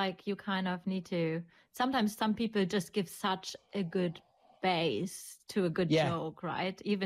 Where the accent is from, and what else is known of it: Germany; accent: German; moved away